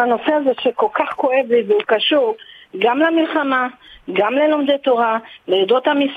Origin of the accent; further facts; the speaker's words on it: Migdal HaEmek, Northern District, Israel; born there; כי אני אישה בת מבוגרת, אני הייתי בילדות שלי בבתי הספר, פה בארץ, כשהוריי עלו ממרוקו